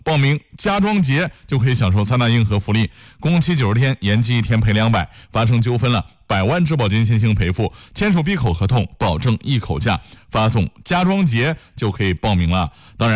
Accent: Henan, China

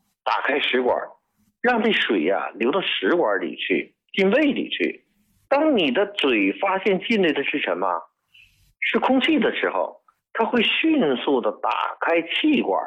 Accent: China; 我们中国人用针灸针砭

